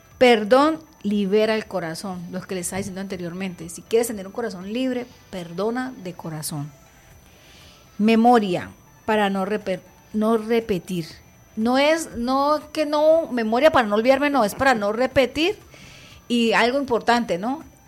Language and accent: Spanish; Colombia; Como colombianos, estamos viviendo una etapa un poquito complicada, ¿no? Por nuestro país.